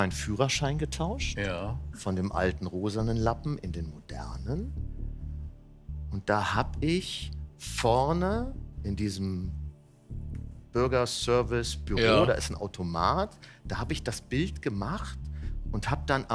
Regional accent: Cologne, North Rhine-Westphalia, Germany; Ich bin aus Köln.

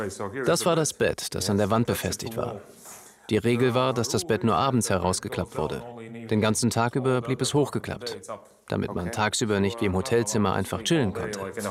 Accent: Riga, Latvia; Ich komme aus Riga in Lettland

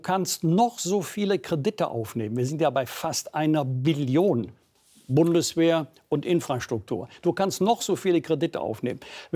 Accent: Rhineland, Germany; Ich bin Rheinländer.

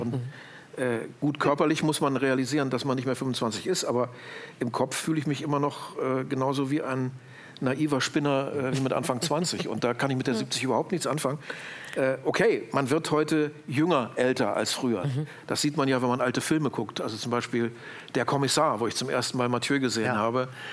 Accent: Germany; Ich komme ja aus dem Grenzgebiet von NDR und WDR.

